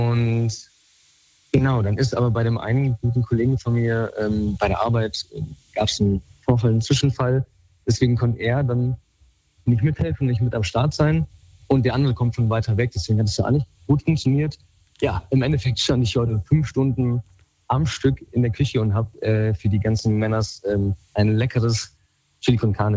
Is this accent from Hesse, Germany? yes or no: yes; Giessen, Hesse, Germany; Ich komme hier aus Gießen und das ist der Verein SG Zur Alten Busek, inzwischen noch mit Rötgen zusammen.